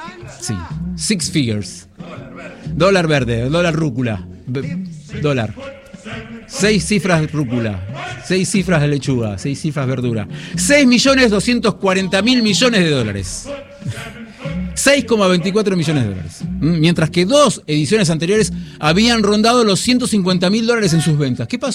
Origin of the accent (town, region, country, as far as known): France; Spanish is a second language